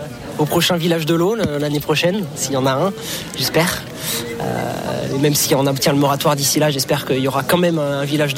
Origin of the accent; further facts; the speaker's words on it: Brest, Brittany, France; Eh bien, moi, je viens de Brest. Je viens de Brest, où je suis en train de travailler là-bas.